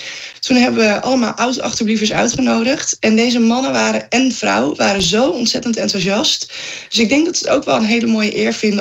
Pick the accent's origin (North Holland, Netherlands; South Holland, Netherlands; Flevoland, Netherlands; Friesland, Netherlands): Flevoland, Netherlands; Rutten; moved away as an adult; now in Marknesse, Netherlands; Ik kom zelf uit Rutte en ik ben opgegroeid in een echt carnavalsgezin.